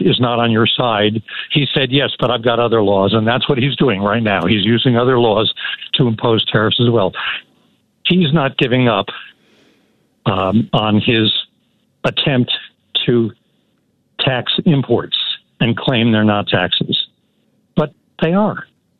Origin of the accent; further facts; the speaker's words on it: Evanston, Illinois, United States; Can I spend 10 seconds to say hello to Daniel Biss, because I'm from Evanston, and I worked with him when he was in the legislature.